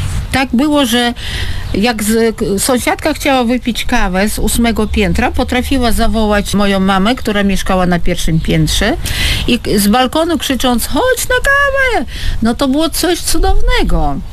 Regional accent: Sukhumi, Abkhazia, Georgia; moved away; Jak często wracam do tego mojego dzieciństwa w Suchumi.

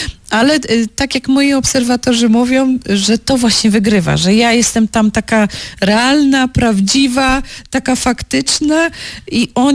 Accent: Silesian Voivodeship, Poland; ja mieszkam w Lesiczówce całe życie

